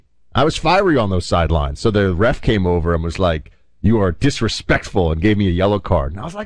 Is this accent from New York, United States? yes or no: yes; New York City, New York, United States; I'm from New York City. People were a little bit tough in the boroughs there.